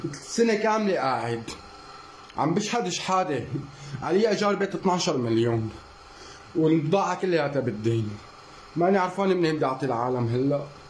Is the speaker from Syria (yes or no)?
yes; Syria; أنا مواطن مصري عايش بسوريا، صار لي من يوم اللي خلقت وأنا عايش بهذا البلد. من يوم اللي الله خلقني أمي سورية وأبي مصري، وخلقت وربيت بسوريا.